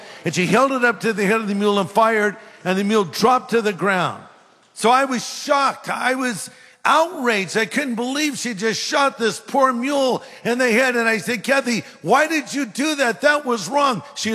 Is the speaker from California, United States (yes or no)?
yes; California, United States; I'm from California. He's from North Carolina.